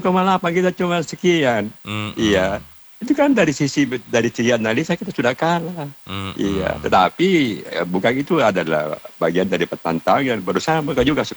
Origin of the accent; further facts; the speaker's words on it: South Sulawesi, Indonesia; Ya, tetapi saya selaku orang Selatan tetap ingat-ingat PSM.